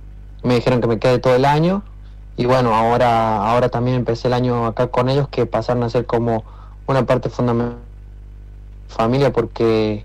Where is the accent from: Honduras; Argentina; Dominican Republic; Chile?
Argentina; San Juan; y él es de San Juan, del mismo lugar que yo, y es amigo de m